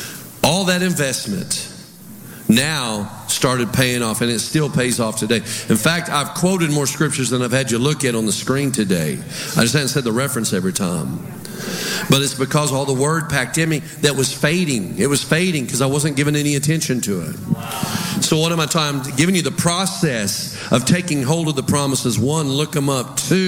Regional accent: Texas, United States; I'm Texan, so I say M. E-M.

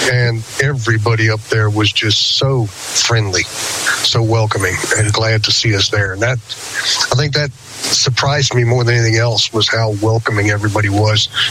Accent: Danville, Virginia, United States; in my hometown right next to me in Danville, Virginia.

